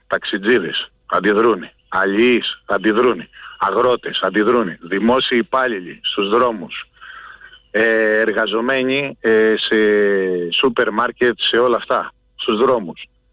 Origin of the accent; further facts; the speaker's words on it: Greece; Το ότι έτυχε και γεννήθηκα Έλληνας δεν με κάνει και ήρωα επειδή κάποιοι κάποτε πολέμησαν.